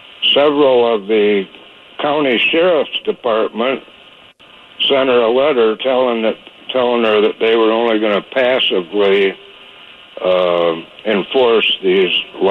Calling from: Michigan, United States; here in Michigan

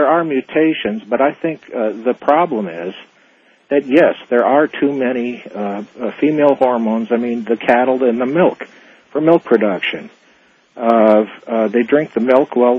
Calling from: Phoenix, Arizona, United States; I'm calling from Phoenix, listening to 550 KFYI.

